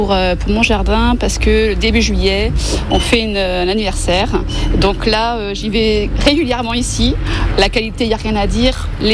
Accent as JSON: {"language": "French", "town": "Cadenet", "region": "Provence-Alpes-Côte d'Azur", "country": "France", "said": "je viens de Cadenet et je viens souvent faire mes courses ici parce que je travaille sur Cavaillon"}